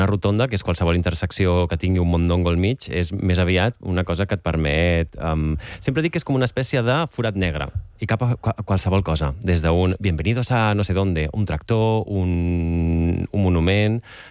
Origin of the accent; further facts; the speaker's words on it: Terrassa, Catalonia, Spain; born there; Jo a Terrassa, visc a la perifèria.